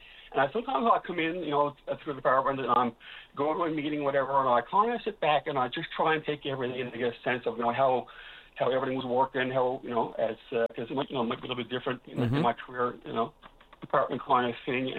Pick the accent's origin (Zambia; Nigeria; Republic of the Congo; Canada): Canada; Gander, Newfoundland and Labrador; and I come from Wait and Gander, actually hosted a lot of the water bomber pilots last summer